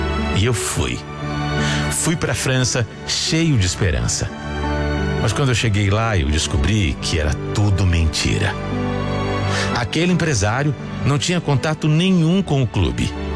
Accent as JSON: {"language": "Portuguese", "region": "Rio de Janeiro", "country": "Brazil", "tie": "born there", "said": "Eu nasci no Rio de Janeiro e desde criança tinha, como muitos meninos, o sonho de ser jogador de futebol."}